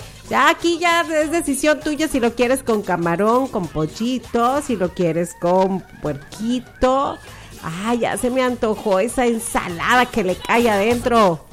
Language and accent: Spanish; Mexico; Bueno, como todo mexicano, ¿sale?